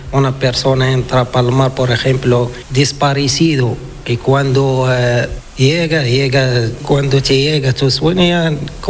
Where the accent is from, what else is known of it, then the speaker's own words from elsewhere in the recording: Laayoune, Western Sahara; moved away as an adult; Soy del Sahara Occidental, de la Yun capital.